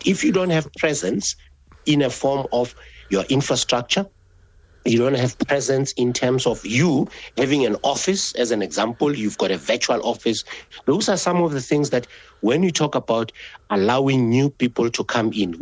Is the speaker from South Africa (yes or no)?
yes; South Africa; as South African citizens.